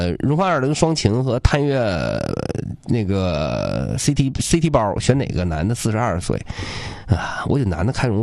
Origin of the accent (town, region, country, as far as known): Northeast China, China